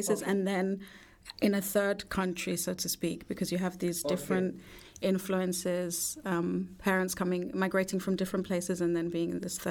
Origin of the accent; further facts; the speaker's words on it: London, United Kingdom; So I grew up in the UK. I grew up in London. Mm-hmm. I was born in London. My mom's from Austria. My dad is from Nigeria, is Igbo.